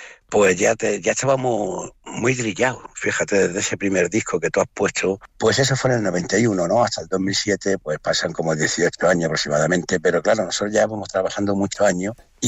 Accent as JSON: {"language": "Spanish", "town": "Madrid", "region": "Community of Madrid", "country": "Spain", "tie": "born there", "moved": "as an adult", "lives_now": "Granada, Spain", "said": "Yo nací en Madrid. Yo fui el primero. Yo soy oriundo de Granada. Todos los … son de Granada, la generación de mi padre, de mi tío Juan y de mis primos de nuestra generación. Yo fui el primero en nacer en Madrid."}